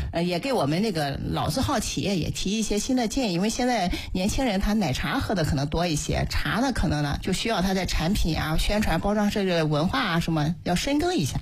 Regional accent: Xuzhou, Jiangsu, China; 我们徐州人还有一个老同昌茶庄，

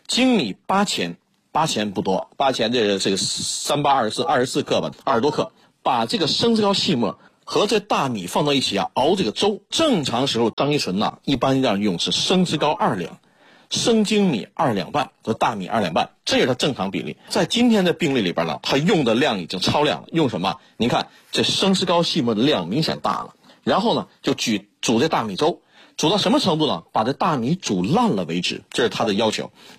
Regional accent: Shenyang, Liaoning, China; 我老家沈阳

